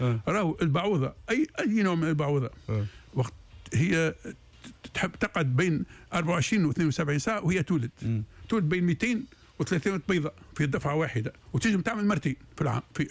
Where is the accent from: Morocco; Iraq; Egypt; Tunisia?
Tunisia; احنا عندنا في تونس